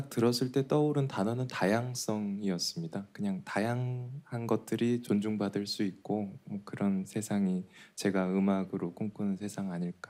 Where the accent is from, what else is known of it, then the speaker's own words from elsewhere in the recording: South Gyeongsang, South Korea; moved away; also born or lived in Jeju; 저희가 이제 고향은 둘 다 경상남도 쪽인데 근데 이제 제주도에서 한 8년 살았습니다. 그리고 이제 지금은 잠깐 일이 있어서 육지에 올라와 있는 상황입니다